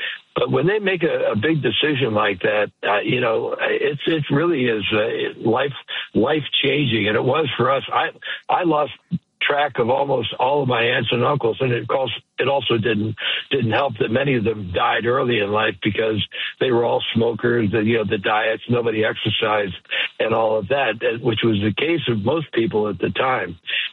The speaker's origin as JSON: {"language": "English", "town": "St. Louis", "region": "Missouri", "country": "United States", "tie": "born or raised there", "also_born_or_lived": "Philadelphia", "said": "No, I was born in Philadelphia, outside Philadelphia. Oh. I spent 8 years there. Then my father got a promotion, and we moved to St. Louis, which was pretty dramatic in the 50s"}